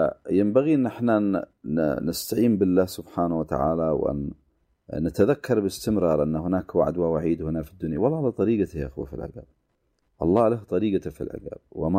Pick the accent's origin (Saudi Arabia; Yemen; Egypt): Yemen; إحنا كشعب يمني